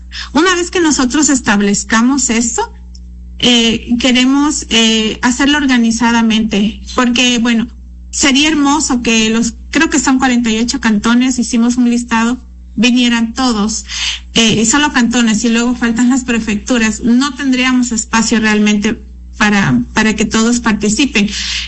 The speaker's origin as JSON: {"language": "Spanish", "town": "Puerto Francisco de Orellana", "region": "Orellana", "country": "Ecuador", "tie": "born there", "said": "yo soy amazónica, yo nací aquí en el Coca. Yo vivo enamorada del lugar donde vivo. He vivido en el exterior, varias veces y he regresado siempre a Calcoca."}